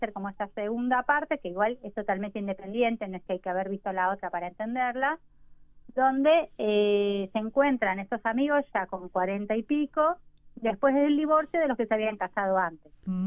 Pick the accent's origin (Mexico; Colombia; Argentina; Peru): Argentina; moved away as an adult; also born or lived in Spain; now in Uruguay; que yo me crié en Argentina